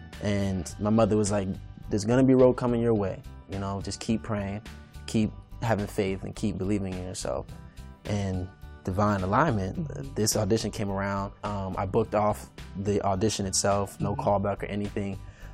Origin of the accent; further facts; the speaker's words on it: Raleigh, North Carolina, United States; Grew up, born and raised.